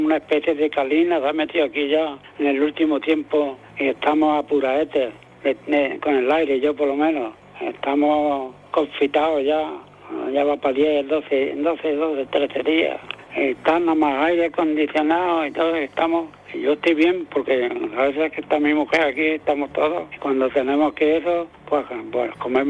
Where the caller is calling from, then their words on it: Almuñécar, Andalusia, Spain; Aquí estamos medio regular